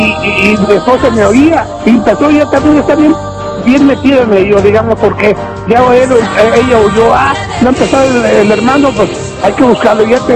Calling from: Dixon, California, United States; yo vivo en Dixon, California.

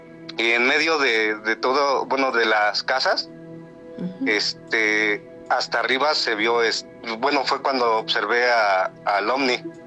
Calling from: Mexico City, Mexico; Los escucho desde Xochimilco.

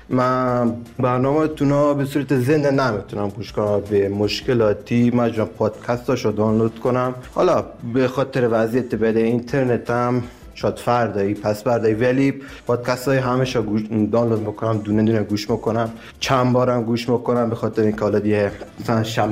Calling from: Yazd, Iran; سلام خدمت آقای سعیدی، از ایران هستم، برنامه تو زیباتونم گوش میکنم

